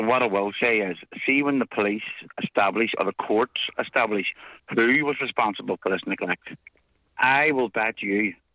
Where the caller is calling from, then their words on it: Belfast, Northern Ireland, United Kingdom; But I'm from West Belfast, Stephen, same as you